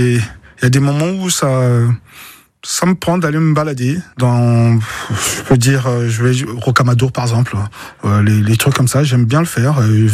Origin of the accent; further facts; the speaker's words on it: Republic of the Congo; moved away as an adult; now in Limousin, France; Je suis né au Congo-Brazzaville. C'est une colonie française, au fait. Et je suis arrivé en France, je me suis installé en France définitivement